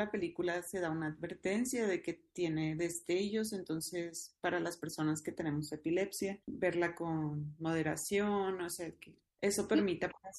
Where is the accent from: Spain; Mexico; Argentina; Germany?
Mexico; Mazatlán, Sinaloa; Les dos somos de Mazatlán, Sinaloa.